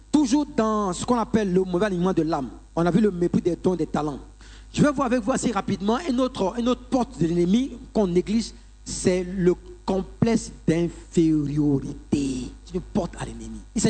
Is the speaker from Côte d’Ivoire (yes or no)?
yes; Yopougon, Abidjan, Côte d’Ivoire; Notamment chez moi, à Yopougon. On aime ça.